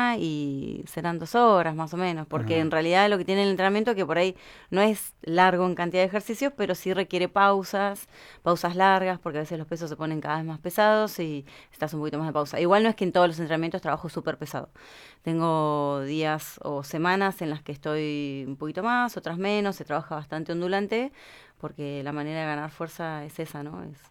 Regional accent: General San Martín, La Pampa, Argentina; yo soy oriunda de General San Martín La Pampa. Allá los pampeanos somos fuertes.

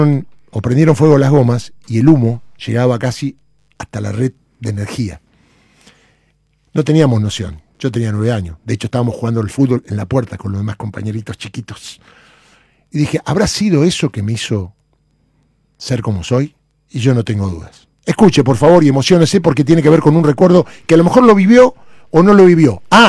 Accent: Córdoba, Argentina; Y esto ocurrió en Córdoba, yo soy cordobés, vivía en Córdoba

